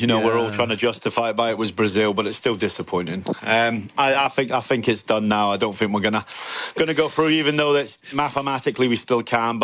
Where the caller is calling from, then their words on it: Corby, East Midlands, United Kingdom; where we live in Corby.